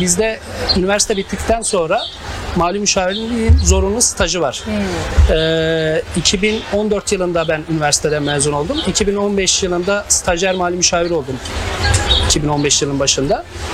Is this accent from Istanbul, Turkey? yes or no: no; Kars, Turkey; born there; also born or lived in İzmir; now in Aydın, Turkey; 10 Ekim 1991 Kars doğumluyum.